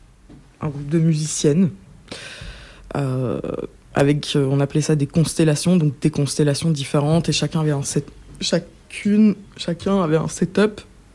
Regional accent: Brussels, Belgium; Je suis bruxelloise.

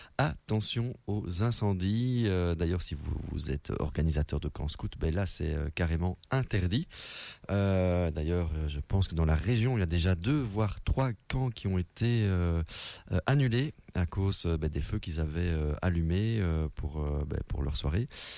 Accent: Brussels, Brussels-Capital Region, Belgium; moved away as an adult; now in Luxembourg Province, Belgium; maintenant, j'y habite, donc c'est aussi la mienne, même si je suis bruxellois et je suis de la province du Luxembourg que depuis un an maintenant.

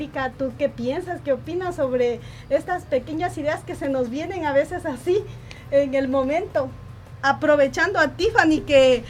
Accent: Ecuador; proyectos en los cuales nos podemos incluir como latinos, como ecuatorianos

